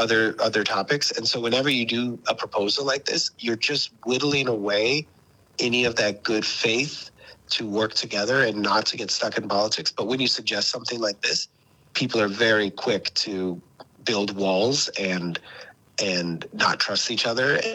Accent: California, United States; Was buried this little nugget, which as a Californian, people are quite upset.

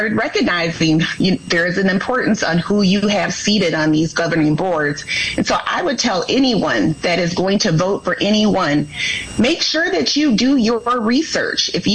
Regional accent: Muskegon, Michigan, United States; also born or lived in Norton Shores, Michigan; So I am born and raised in Muskegon, Michigan. I actually happen to be the only person that lives in West Michigan that is on the statewide ballot this year

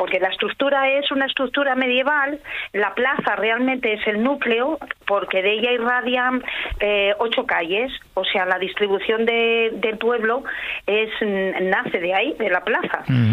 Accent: Piedrahíta, Castile and León, Spain; De Piedrahíta, de la provincia de Ávila.

